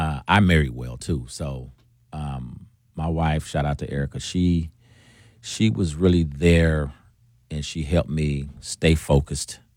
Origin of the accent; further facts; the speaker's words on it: Milwaukee, Wisconsin, United States; And what growing up in Milwaukee has taught me is we have a long way to go